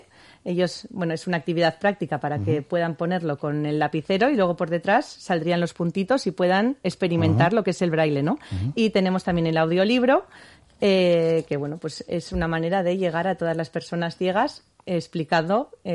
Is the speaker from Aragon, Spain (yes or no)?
no; Gatika, Basque Country, Spain; Yo soy de Gatica, exactamente.